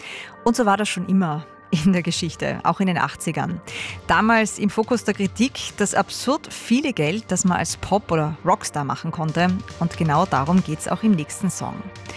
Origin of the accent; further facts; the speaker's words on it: Austria; Radio Wien und ich weiß, bei uns in Österreich übers Gehalt spricht man nicht so gern